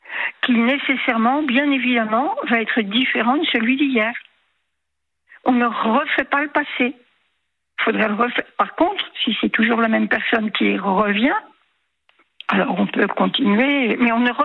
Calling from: Provence-Alpes-Côte d'Azur, France; D'une jolie petite ville qui s'appelle Saint-Nazaire-sur-Mer.

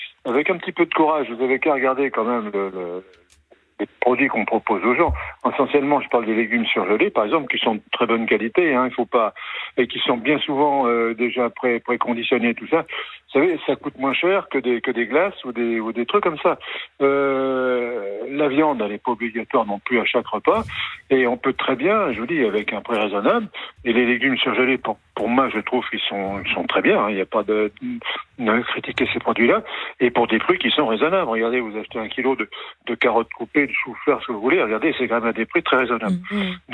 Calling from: Bordeaux, Nouvelle-Aquitaine, France; J'appelle de Bordeaux

